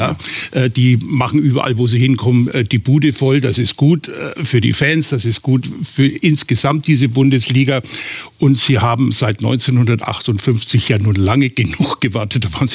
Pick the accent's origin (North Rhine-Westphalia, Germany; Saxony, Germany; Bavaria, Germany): Bavaria, Germany; Nuremberg; born there; Ich muss ja, das sagen, ich bin gebürtiger Nürnberger und damals gab es keine Merchandisings oder Fanshops.